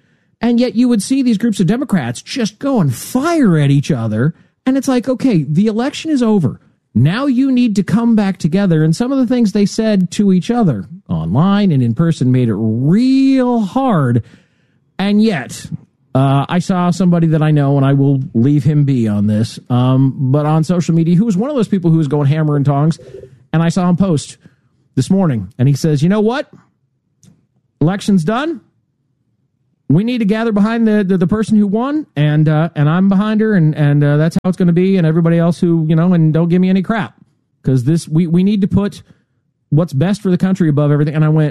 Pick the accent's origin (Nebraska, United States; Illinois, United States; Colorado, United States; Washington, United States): Nebraska, United States; So my home state of Nebraska this week had primaries on Tuesday.